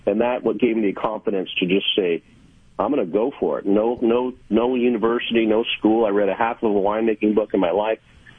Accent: Wenatchee, Washington, United States; in my hometown of Wenatchee, Washington, hometown salute, Apple Capital of the World

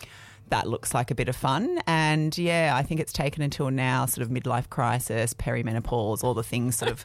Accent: Sydney, New South Wales, Australia; moved away as an adult; I'm also from Sydney, but I've been up here for about 15 years.

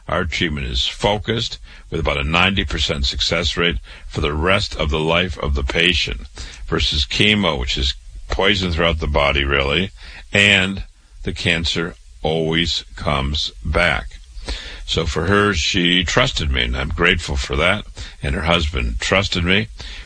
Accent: Waterloo, Iowa, United States; I was born and raised in Waterloo, Iowa. I went to public school, university, medical school, MD at 25

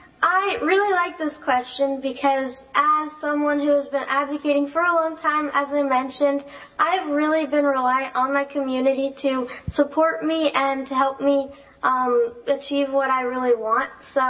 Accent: Alaska, United States; I'm from Alaska, so we're a little bit further away than all of the other states in the continental United States

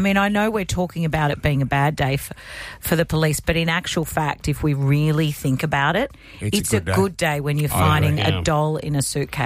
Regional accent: Goulburn, New South Wales, Australia; born there; I was born in Goulburn.

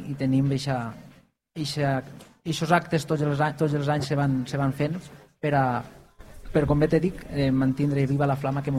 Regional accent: Figueroles, Valencian Community, Spain; Jo estic enamorat del meu poble.

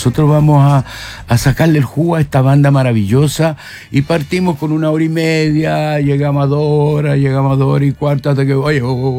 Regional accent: Italy; porque ya no quería que me dijeran extracomunitario, no me dolía que me dijeran sudaca. Yo crecí en Italia, mi adolescencia, entonces volver a Europa y encontrarme con una Europa que yo desconocía.

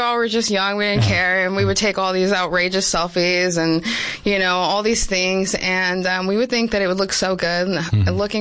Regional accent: Yuma, Arizona, United States; I was born and raised here in Yuma.

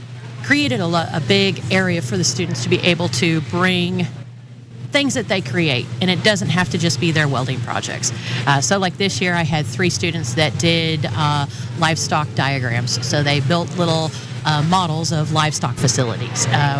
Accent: Wellington, Kansas, United States; born or raised there; also born or lived in Abilene

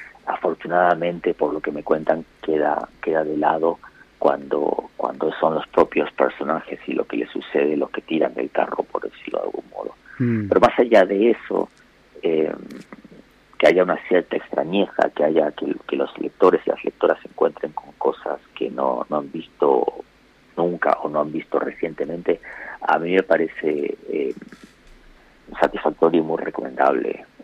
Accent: Argentina; moved away; Iba a decir que más allá de que mi acento haya cambiado, que yo lleve hasta altura más tiempo viviendo fuera de Argentina que en el país

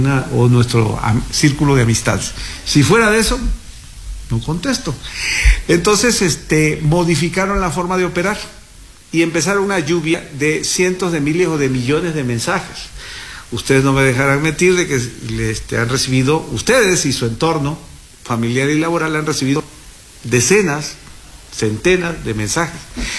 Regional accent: Mexico; como las mexicanas y mexicanos ya tenemos la sana costumbre de no contestar un número que no conocemos

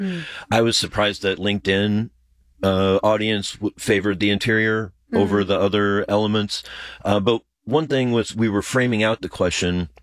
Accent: Iowa City, Iowa, United States; now in Michigan, United States; my hometown in Iowa City, Iowa

